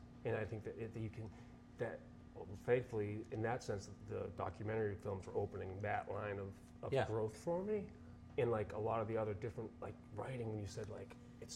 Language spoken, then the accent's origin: English; Taunton, Massachusetts, United States; I grew up in Taunton, Massachusetts.